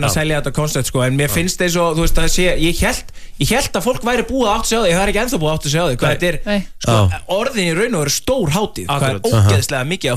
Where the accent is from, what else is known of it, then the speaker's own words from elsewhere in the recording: Keflavík, Southern Peninsula, Iceland; Ég er náttúrulega keppíkingur, sko. Ég er fæddur og uppalinn í Sönni Kef.